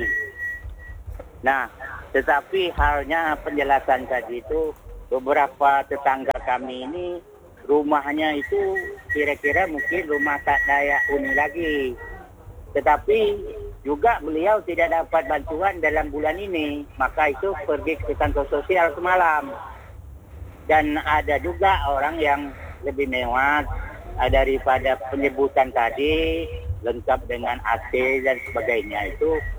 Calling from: Tanjung Pinang, Riau Islands, Indonesia; Tanjung Pinang ini termasuk kampung saya ini

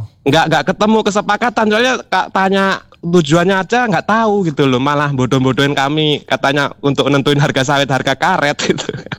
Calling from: Air Gegas, Bangka Belitung Islands, Indonesia; Bangka Selatan.

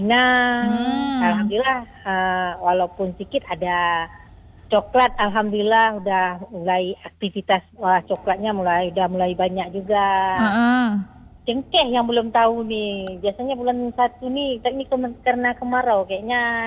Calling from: Sabang, Aceh, Indonesia; Kami warga Sabang.

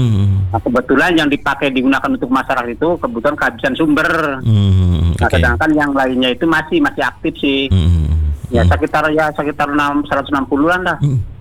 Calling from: West Java, Indonesia; Untuk di Kecamatan Bongas semuanya itu aman Pak. Cuma hanya di daerah saya ini

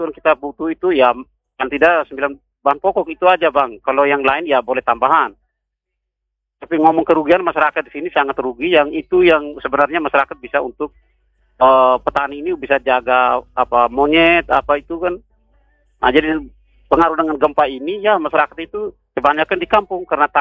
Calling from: Wawaria district, East Nusa Tenggara, Indonesia; Di Desa Ratewati Selatan

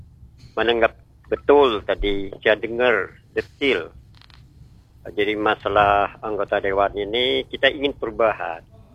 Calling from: Bangka Belitung Islands, Indonesia

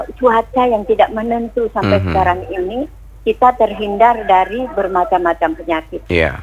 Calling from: Tanjung Pinang, Riau Islands, Indonesia; kita sebagai warga Kota Tanjung Pinang

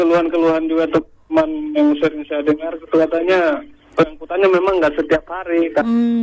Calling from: Indonesia

